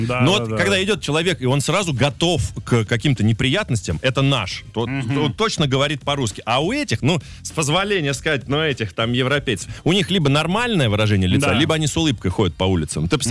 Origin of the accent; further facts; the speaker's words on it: Moscow, Russia; я из Москвы